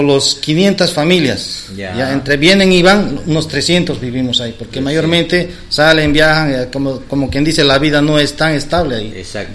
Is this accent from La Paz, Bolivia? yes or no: no; Beni, Bolivia; mi pueblo de San Simón